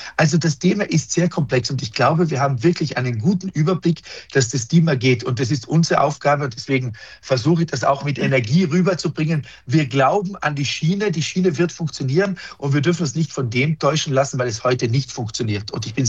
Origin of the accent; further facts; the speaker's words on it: Trentino-Alto Adige, Italy; Wir werden es als Südtiroler nicht schaffen, die Schweiz vor den Karren zu spannen